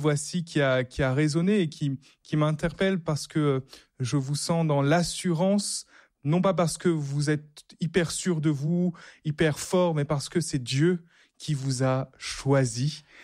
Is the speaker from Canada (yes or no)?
no; Réunion; Moi, ça me touche particulièrement parce que moi, je suis réunionnais